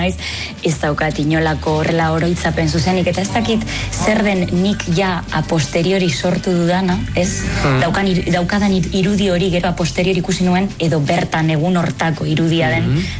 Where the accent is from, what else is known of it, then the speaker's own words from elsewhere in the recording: Bermeo, Basque Country, Spain; ni Bermiotarra naiz